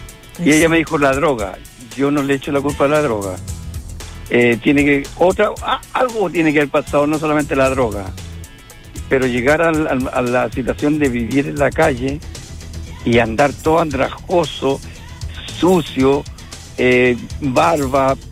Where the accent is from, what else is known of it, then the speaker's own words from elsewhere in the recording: Santiago, Santiago Metropolitan Region, Chile; moved away; yo soy de Santiago. Bueno, era de Santiago. Y allá había un cine que se llama Cinerama.